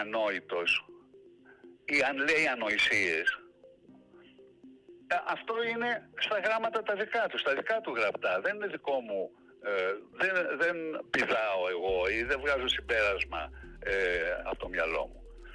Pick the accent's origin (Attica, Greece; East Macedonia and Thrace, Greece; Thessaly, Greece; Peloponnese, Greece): Attica, Greece; Athens; Δεν μπορώ να έχω άποψη παρά μόνο ως αθηναίος πολίτης.